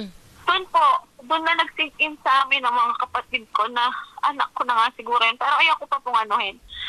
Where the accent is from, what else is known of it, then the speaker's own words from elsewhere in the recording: Central Luzon, Philippines; moved away; Kasi tubong Pampanga po talaga kami. Kapampangan po kami. Purong Kapampangan. Taga-Pampanga po kami.